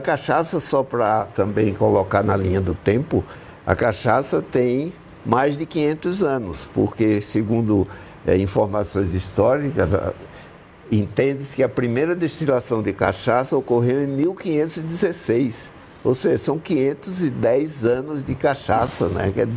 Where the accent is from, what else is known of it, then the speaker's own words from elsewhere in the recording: Pernambuco, Brazil; minha terra, exatamente.